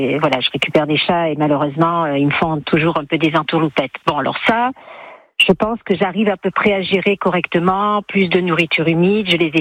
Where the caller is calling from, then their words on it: Beaumont-lès-Valence, Auvergne-Rhône-Alpes, France; j'habite sur Beaumont-les-Vadances.